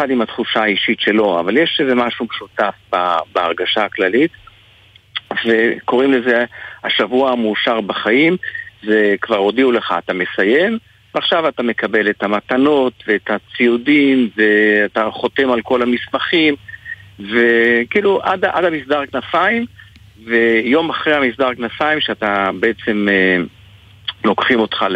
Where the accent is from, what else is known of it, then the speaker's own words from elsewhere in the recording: a moshav in the Jezreel Valley, Northern District, Israel; גדלתי במושב בעמק ישראל, מתחת ההקפה של רמת דוד